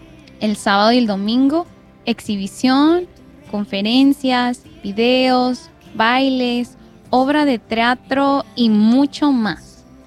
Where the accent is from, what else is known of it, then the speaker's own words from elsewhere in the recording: Zacatecas, Mexico; Cerquita de mi pueblo, me tocó cuando era niña conocer o escuchar del padre cura Magallanes. Yo soy de Zacatecas.